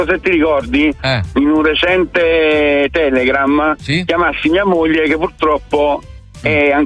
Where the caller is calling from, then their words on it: Portici, Campania, Italy; io sono di Portici, però abito a Ercolano.